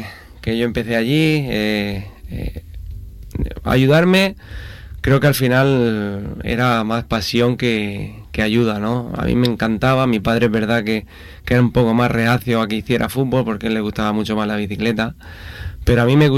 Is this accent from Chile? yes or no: no; Mula, Region of Murcia, Spain; Vino a Mula, a mi pueblo, nosotros éramos de aquí